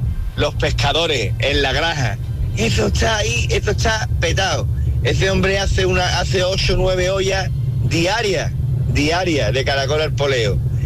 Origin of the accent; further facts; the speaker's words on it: Algeciras, Andalusia, Spain; Yo soy de Algeciras. Los caracoles al poleo que se hace aquí.